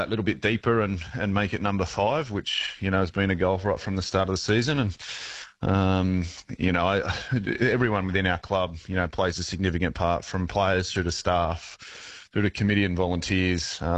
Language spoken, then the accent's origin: English; Australia; And we're always a bit of an underdog fan as an Australian society and culture.